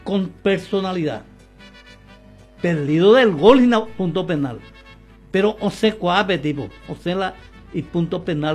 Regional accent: Paraguay

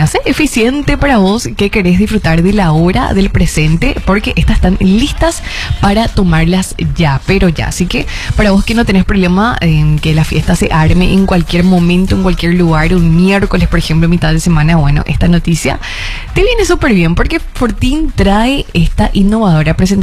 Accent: Paraguay; esta info nos regala un motivo para sentir orgullo como paraguayos

